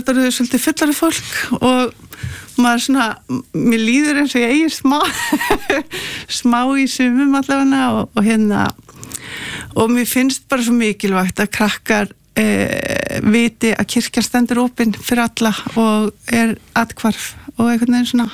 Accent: Reykjavík, Capital Region, Iceland; Sko, ég er náttúrulega áttavilltasta kona í heimi. Ég er alinn upp í Reykjavík, en ég kerði með fullan bílan unnum upp Laugaveginn.

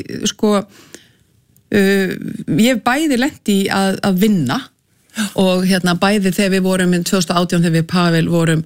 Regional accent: Reykjavík, Capital Region, Iceland; en ég uppalinn í Reykjavík, í skólagangan var hérna í Beðaltunni sko

